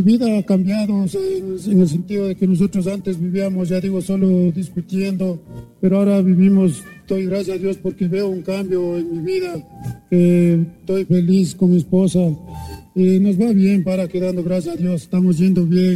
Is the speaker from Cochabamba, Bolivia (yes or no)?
yes; Cochabamba, Bolivia; soy de Cochabamba